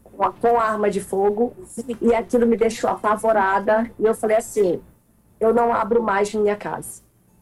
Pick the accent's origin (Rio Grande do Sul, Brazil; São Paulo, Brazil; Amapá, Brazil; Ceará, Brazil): Amapá, Brazil; Santana; moved away as an adult; now in Portugal; eu sou de Santana